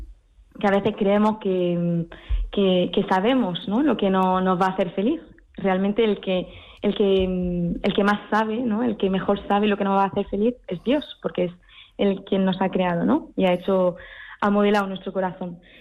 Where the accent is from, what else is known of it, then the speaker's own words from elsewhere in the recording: Paris, Île-de-France, France; moved away as an adult; soy francesa, mi padre es francés, mi madre española, murciana, y yo nací en París y viví ahí hasta, pues, hasta los 22 años, hasta que entré al convento